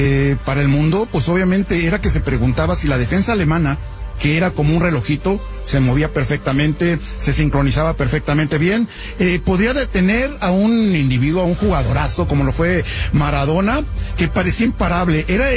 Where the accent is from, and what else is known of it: Mexico